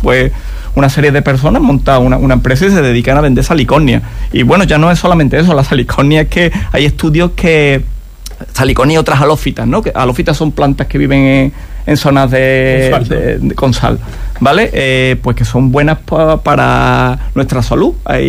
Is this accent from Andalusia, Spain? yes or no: yes; Huelva, Andalusia, Spain; moved away